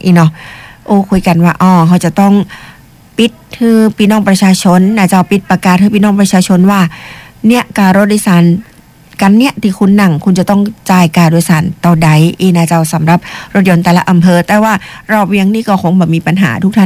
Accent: Lampang, Thailand; น้องเป็นคนลำปางลูกหลานคนลำปาง

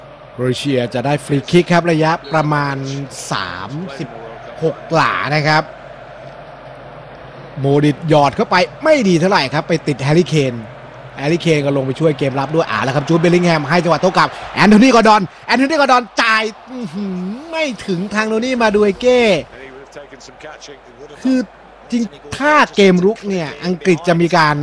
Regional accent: Bangkok, Thailand; born there

